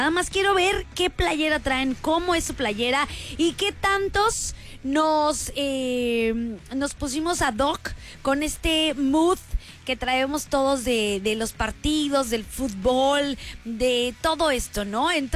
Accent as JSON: {"language": "Spanish", "country": "Mexico", "said": "como buena mexicana que soy"}